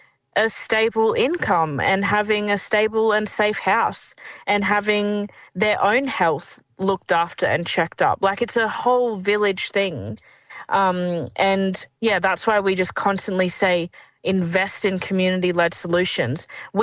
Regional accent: Darwin, Northern Territory, Australia; my kids need different things because we're from Darwin.

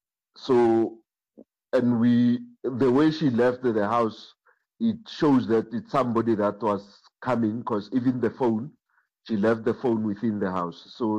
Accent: South Africa; As a South African citizen

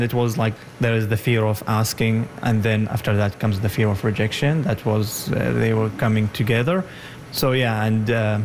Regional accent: Saudi Arabia; moved away as an adult; also born or lived in Yemen; now in Ottawa, Canada; I grew up in Saudi Arabia. I was born in Saudi Arabia, but I'm from Yemen. I'm originally from Yemen. And I came here in 2022. I landed in Cornwall and I moved to Ottawa in May 2023.

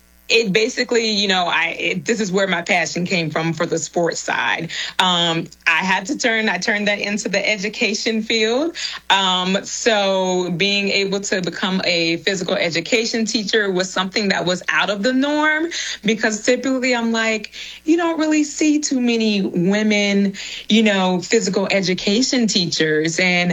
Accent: Jacksonville, Florida, United States; I am originally from Jacksonville, Florida. So go Jags.

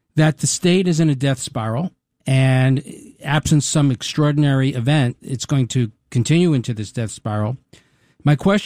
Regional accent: Huntington, New York, United States; now in Westchester, United States; I grew up in Suffolk County. I grew up in Huntington. I now live in Westchester.

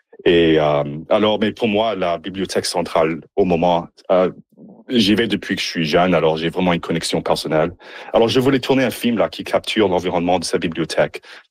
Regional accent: Nipawin, Saskatchewan, Canada; Je suis originaire de Nipawin, je suis même à Nipawin tout de suite là, chez mes parents.

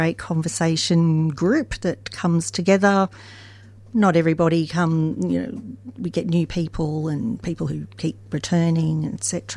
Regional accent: Newcastle, New South Wales, Australia; also born or lived in Sydney; Yeah, in Newcastle, New South Wales. I was born in Sydney and always knew that I was adopted from when I can remember.

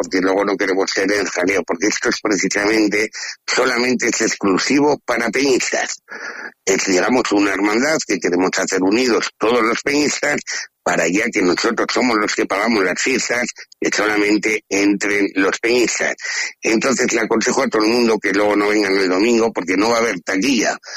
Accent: Calatayud, Aragon, Spain; son las fiestas para nosotros, para Calatayud, sin decir que la Virgen de la Peña son malas fiestas. Ojo, son diferentes. Nosotros eso es una fiesta. Vamos, que lo vivimos desde crío. Yo tengo 58 años

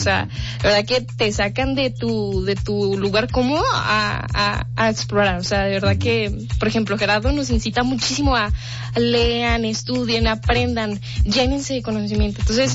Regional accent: Mexico

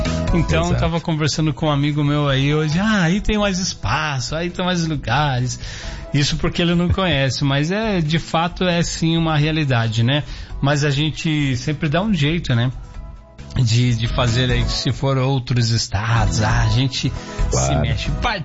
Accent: Curitiba, Paraná, Brazil; born there; now in São Paulo, Brazil; Eu sou curitibano de nascimento, né? Então, já moro aqui, convivo aqui em São Paulo desde 93. Aí teve um período que eu voltei para Curitiba a trabalho.

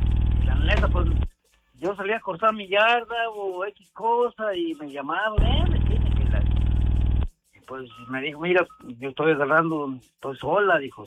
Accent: Los Angeles, California, United States; Yo vengo de Los Ángeles, California.

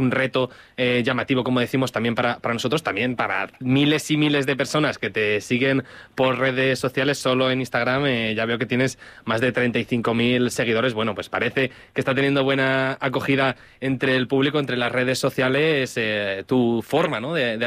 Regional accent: Belvís de la Jara, Castilla-La Mancha, Spain; Yo que soy también de Belvís de la Jara

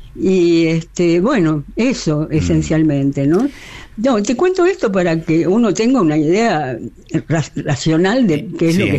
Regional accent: Buenos Aires, Argentina; now in Brazil; yo soy porteña de Buenos Aires

